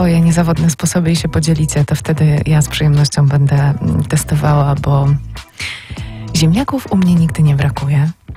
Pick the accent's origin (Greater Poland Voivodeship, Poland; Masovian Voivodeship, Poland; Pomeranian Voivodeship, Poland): Greater Poland Voivodeship, Poland; born or raised there